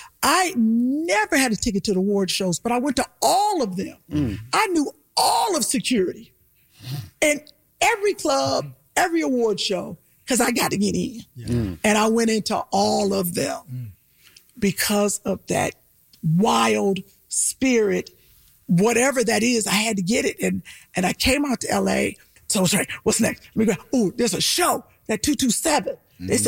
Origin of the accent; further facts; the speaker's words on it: Cleveland, Ohio, United States; moved away as an adult; I'm from Cleveland.